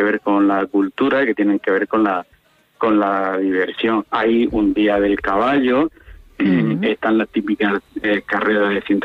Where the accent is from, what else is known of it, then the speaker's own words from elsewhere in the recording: Cartagena, Region of Murcia, Spain; yo soy campo cartagenero